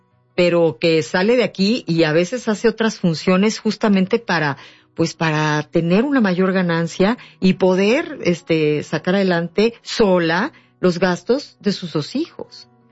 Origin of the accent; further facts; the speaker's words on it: Mexico; siendo mexicanas, no contamos con eso y menos últimamente